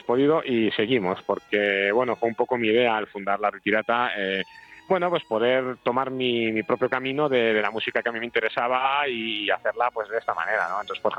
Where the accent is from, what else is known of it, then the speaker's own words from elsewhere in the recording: Bilbao, Basque Country, Spain; pues un poco porque como soy de Bilbao y Arriaga en Bilbao siempre ha sido la figura así más llamativa musical